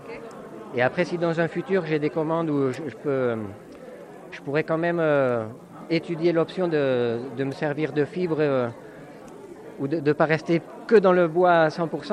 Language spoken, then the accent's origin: French; Bourisp, Occitanie, France